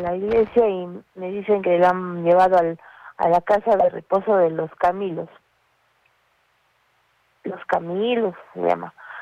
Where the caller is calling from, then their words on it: Arequipa, Peru; soy del Cercado.